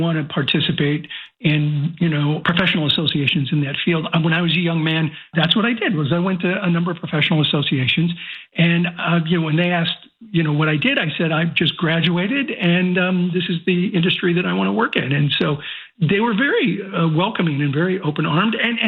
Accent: California, United States; moved away; I grew up in California.

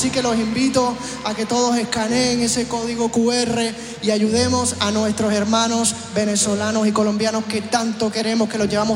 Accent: Puerto Rico; born there; Somos boricuas

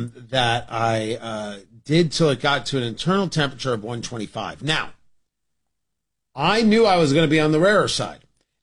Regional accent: Indiana, United States; we're from Indiana.

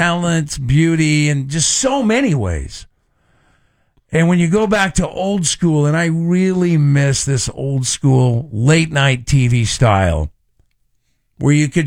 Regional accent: Elk Grove, California, United States; Gil joining us from my hometown of Elk Grove.

